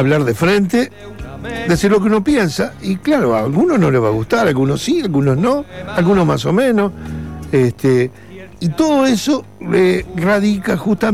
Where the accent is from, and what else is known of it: Uruguay; moved away